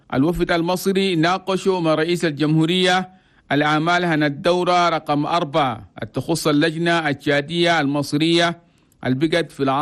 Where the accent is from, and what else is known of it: Chad